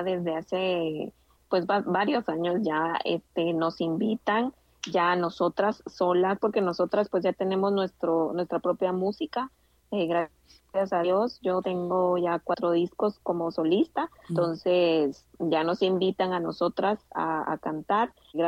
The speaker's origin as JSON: {"language": "Spanish", "country": "Guatemala", "tie": "born or raised there", "said": "Nosotros somos de acá de Guatemala y nosotros crecimos pues por la bendita voluntad de nuestro Señor Jesús en un hogar cristiano siempre."}